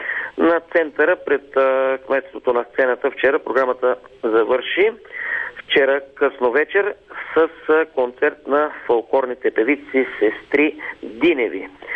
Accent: Veliko Tarnovo, Veliko Tarnovo Province, Bulgaria; Не сме се включвали от празника на родния ми град Велико Търново от 22 март.

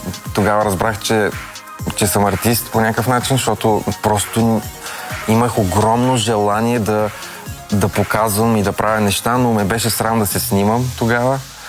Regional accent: Varna, Varna Province, Bulgaria; moved away as an adult; now in Sofia, Bulgaria; Аз съм от Варна, там съм израснал, но живея в София вече 10 години.

